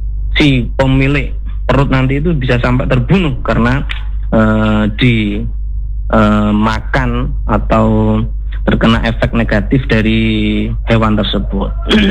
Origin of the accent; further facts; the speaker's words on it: Java, Indonesia; kita orang Jawa